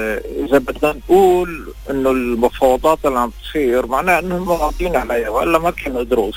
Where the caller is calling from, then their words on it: Lebanon; عندنا بلبنان